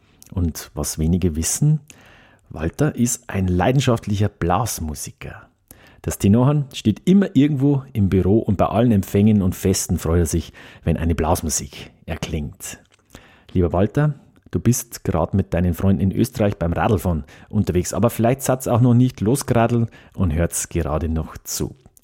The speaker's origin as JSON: {"language": "German", "town": "Straubing", "region": "Bavaria", "country": "Germany", "tie": "born or raised there", "said": "aus meiner Heimatstadt Straubing."}